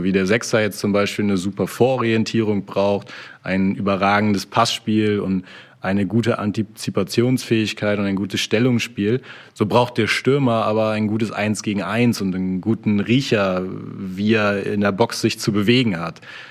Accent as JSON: {"language": "German", "region": "Hamburg", "country": "Germany", "tie": "born or raised there", "said": "Also dadurch, dass ich gebürtiger Hamburger bin"}